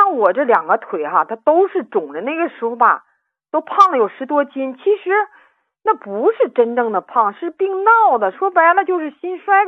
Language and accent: Chinese; Qihe, Shandong, China; 我是来自德州齐河县的，我今年66了。